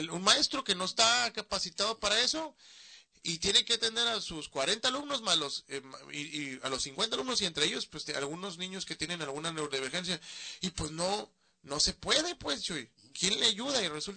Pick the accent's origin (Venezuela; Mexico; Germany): Mexico; Baja California; los bajacalifornianos estamos buscando